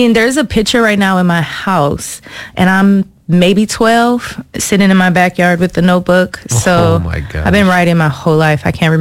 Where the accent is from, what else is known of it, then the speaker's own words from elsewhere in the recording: Minneapolis, Minnesota, United States; moved away as an adult; also born or lived in South Florida / Texas; Originally, I'm born in Minnesota, born and raised North Minneapolis.